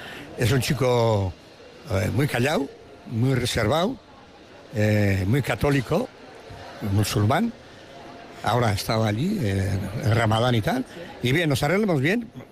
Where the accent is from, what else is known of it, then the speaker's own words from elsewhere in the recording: San Sebastián, Basque Country, Spain; Yo soy de Añorga